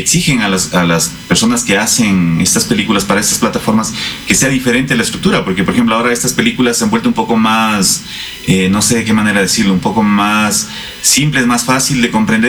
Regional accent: Ecuador; en el Ecuador nuestro mercado es súper pequeñito

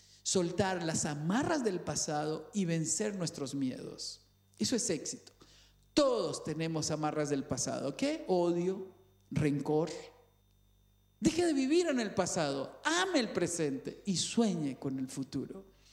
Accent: Cañas, Guanacaste, Costa Rica; born or raised there

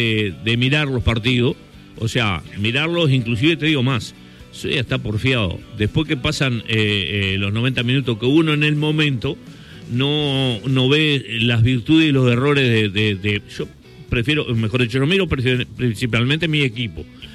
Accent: Melo, Cerro Largo, Uruguay

